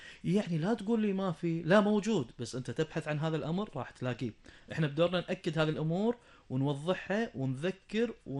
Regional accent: Kuwait; لبلدنا الحبيبة الكويت

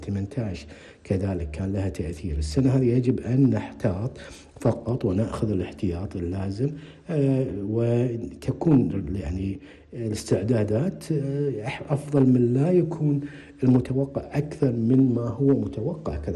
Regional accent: Kuwait; تأثرت المنطقة عندنا في الكويت والمناطق المجاورة

